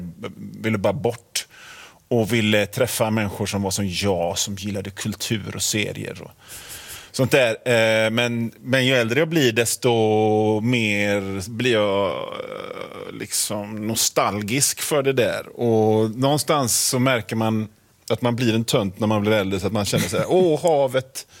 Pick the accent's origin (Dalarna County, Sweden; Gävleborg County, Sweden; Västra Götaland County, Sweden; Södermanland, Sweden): Västra Götaland County, Sweden; Hönö; moved away; Jag är född alltså, i Göteborgs norra skärgård. Så finns det en kommun som heter Öckerö kommun. Och då ingår en massa öar i den kommunen. Och en av de öarna är Hönö. Och den ön där jag brukar vara på nu på sommaren, det är Rörö. Den ligger liksom längst ut.